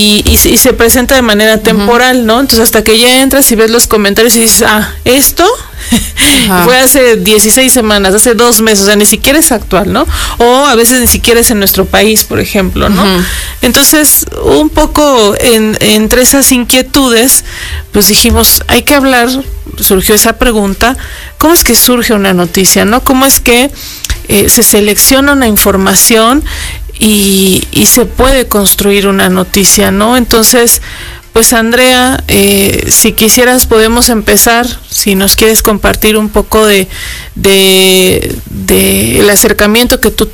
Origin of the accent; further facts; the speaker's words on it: Mexico; que para nosotros como mexicanos particularmente son muy especiales por las celebraciones de Día de Muertos